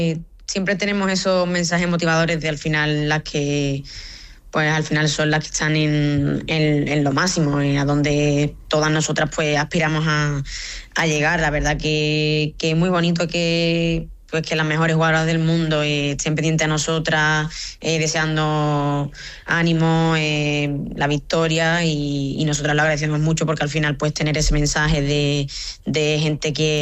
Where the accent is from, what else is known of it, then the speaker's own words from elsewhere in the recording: Rota, Andalusia, Spain; Sí, la verdad que Rota, mi pueblo, siempre me he sentido muy, muy querida y pues a ver qué te digo, es el sitio donde he nacido, donde me he criado, donde pues he ido creciendo tanto futbolísticamente como personalmente